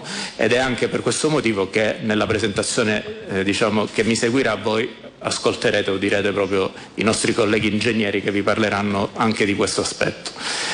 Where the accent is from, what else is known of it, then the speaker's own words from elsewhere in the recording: Calabria, Italy; Io sono calabrese